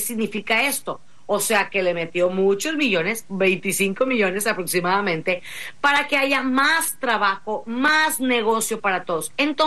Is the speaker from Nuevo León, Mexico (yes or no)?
yes; Monterrey, Nuevo León, Mexico; now in Yucatán, Mexico; Yo que soy de acá, tú sabes que yo soy regia